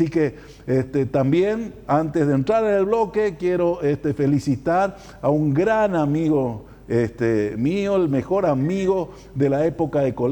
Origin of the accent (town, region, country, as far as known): Paraguay